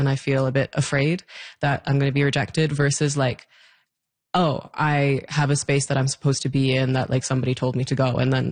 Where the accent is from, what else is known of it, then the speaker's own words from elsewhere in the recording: Iqaluit, Nunavut, Canada; also born or lived in Newfoundland and Labrador; well, no, I grew up there, and like I consider myself from Eqadeit. I consider myself from Nunavut, but I was born in Newfoundland.